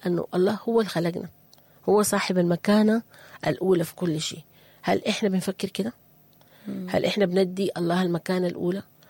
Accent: Sudan; وبعدين دي الحاجة اللي خلتنا نحن مثلا قومت الحرب في بلدنا السودان

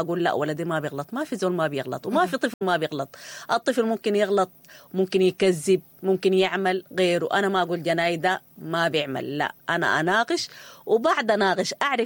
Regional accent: Sudan; احنا اعتدنا عليه يا ناس كسودانيين

